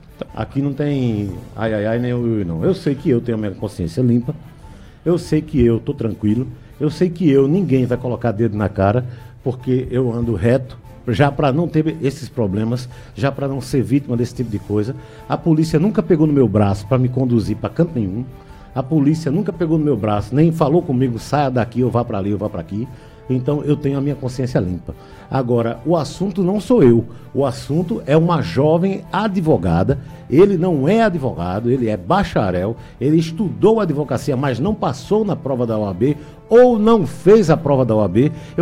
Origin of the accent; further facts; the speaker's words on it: São Paulo, Brazil; born there; now in Santa Rita, Brazil; Eu nasci em São Paulo, capital.